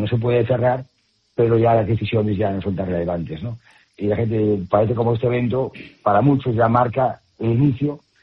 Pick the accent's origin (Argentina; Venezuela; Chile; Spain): Spain; Galicia; somos muy gallegos